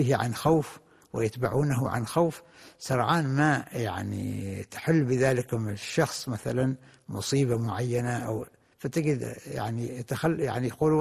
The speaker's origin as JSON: {"language": "Arabic", "country": "Oman", "said": "كان واحد الحياة بسيطة في القرى في البلدان مثلا عندنا في عمان تجد الواحد أين يذهب يعني البلد كلها متكاتفة وكلها متعاونة وكلها متعارفة"}